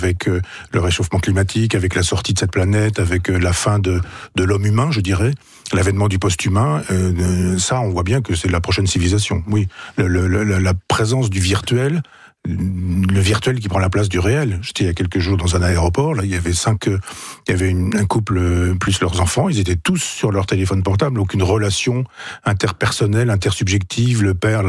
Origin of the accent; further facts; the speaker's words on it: Chambois, Normandy, France; y a une cellule à Chambois, qui est mon village natal.